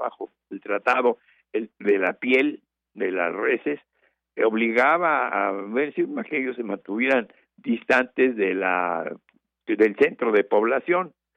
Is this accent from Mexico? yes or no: yes; Jalisco, Mexico; mi tierra maravillosa que es Jalisco